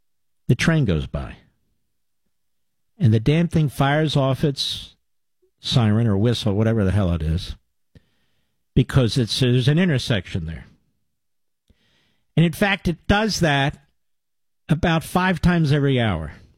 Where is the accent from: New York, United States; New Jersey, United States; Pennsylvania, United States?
Pennsylvania, United States; Yeah, I'm from Montgomery.